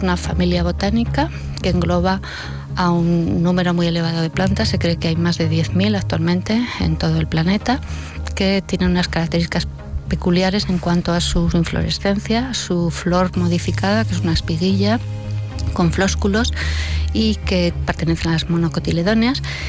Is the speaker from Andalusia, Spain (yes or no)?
no; Angués, Aragon, Spain; Desde mi infancia en Angués, yo crecí hasta los 6 años en Angués y vivía prácticamente en contacto directo con la naturaleza.